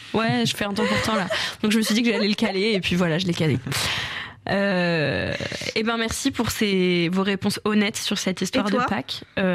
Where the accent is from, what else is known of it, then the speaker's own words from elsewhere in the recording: Paris, Île-de-France, France; j'étais petite, ma mère me cachait des œufs, mais j'ai grandi à Paris dans un appartement de 35 mètres carrés